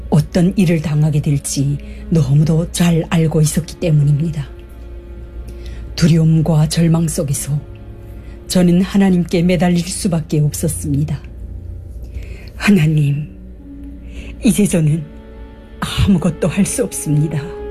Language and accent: Korean; North Hamgyong, North Korea; born there; moved away; 저는 북한 함경북도에서 태어나 가족의 생계를 책임지던 중 중국으로 달북했습니다.